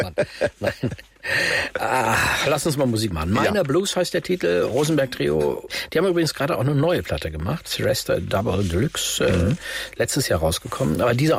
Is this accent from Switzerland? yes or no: no; Netherlands; also komme ich übrigens aus den Niederlanden